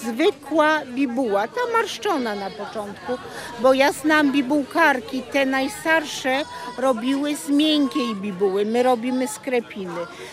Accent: Jeleśnia, Silesian Voivodeship, Poland; jestem z Jeleśni. 35 lat pracowałam w Gminnym Ośrodku Kultury w Jeleśni, w tym 30 na stanowisku dyrektora.

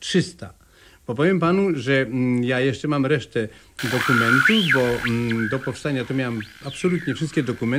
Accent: Warsaw, Masovian Voivodeship, Poland; Ja sam jestem rdzennym warszawiakiem z krwi i kości. Urodziłem się na rogu Freta i Długiej, to znaczy Freta 1, Długa 2.

